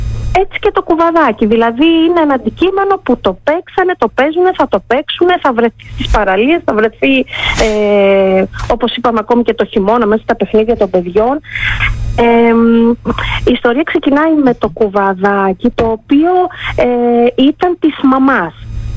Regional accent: Iraklitsa, Eastern Macedonia and Thrace, Greece; στο πατρικό μου, στη πατρίδα μου, στην Ερακλήτσα Καβάλας.

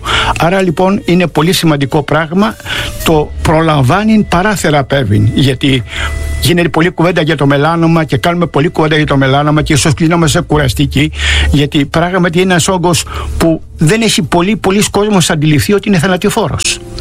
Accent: Piraeus, Attica, Greece; Είμαι Πειραιώτης γέννημα θρέμμα.

